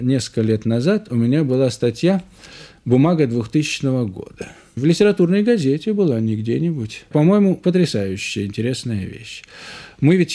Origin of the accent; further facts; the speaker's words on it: Saint Petersburg, Russia; я родился в Ленинграде, моя мать и бабушка родилась в Ленинграде с материнской стороны. Отец мой, правда, родился в Крыму, но в молодом возрасте приехал в Ленинград. И так что, конечно, действительно, я ленинградец и не мыслю себя совершенно в другом городе.